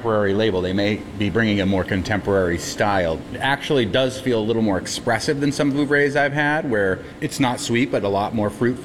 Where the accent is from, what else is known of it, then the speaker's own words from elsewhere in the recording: Boston, Massachusetts, United States; I'm from Boston!